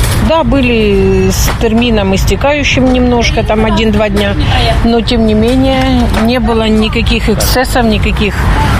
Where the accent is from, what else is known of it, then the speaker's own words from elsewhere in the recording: Kharkiv, Kharkiv Oblast, Ukraine; moved away as an adult; Ну, я из Харькова. Сына забрали на войну. Возвратиться не могу.